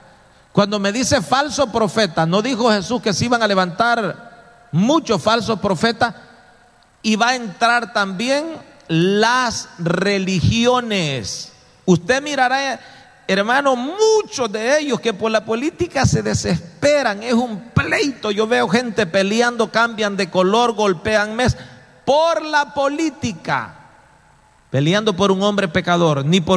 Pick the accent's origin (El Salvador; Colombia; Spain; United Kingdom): El Salvador